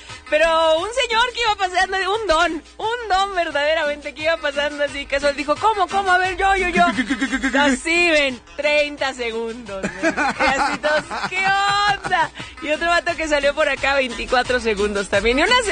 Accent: Mexico; aquí somos mexicanos hasta el tuétano.

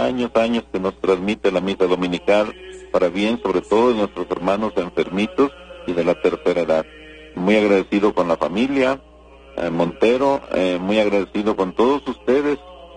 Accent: Puebla, Mexico; En efecto, seguiré viviendo en Puebla, soy poblano.

